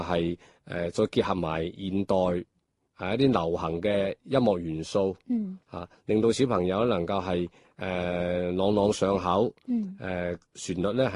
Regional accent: Guangzhou, Guangdong, China; 因为我本身呢就是在广州西关呢长大的，所以呢对广州的本土文化好有一种亲切感

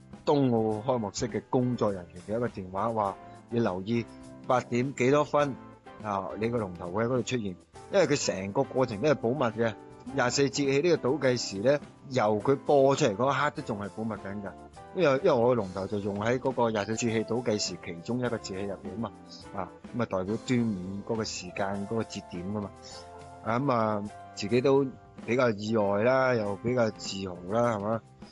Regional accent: Guangdong, China; 我哋廣府人

